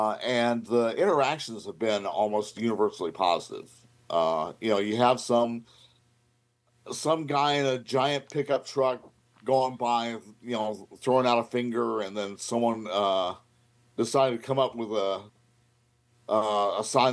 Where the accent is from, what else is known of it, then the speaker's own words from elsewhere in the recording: Georgia, United States; I just happened to think about here in my hometown. There's actually a group that meets every Saturday on a corner in the downtown area. And they're holding up signs and chanting and playing music. And this is not the most politically progressive town in Georgia, I will say.